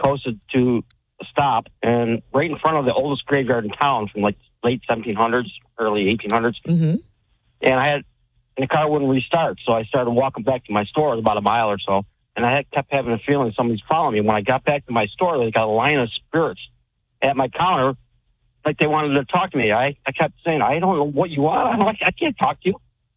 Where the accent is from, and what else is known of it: New York, United States; now in Maui, United States